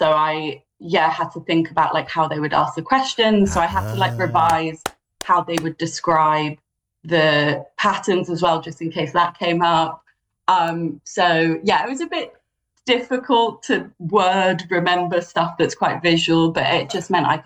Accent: London, United Kingdom; Well, I grew up in London

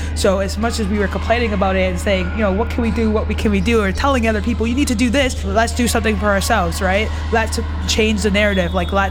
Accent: Canada; now in United Kingdom; So I'm originally from Canada. My dad is actually from the UK, so that's how I actually ended up coming over here and playing professional basketball.

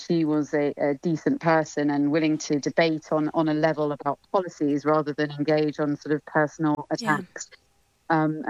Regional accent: Maidstone, South East England, United Kingdom; I'm from Maidstone, the constituency that she represented for many years.

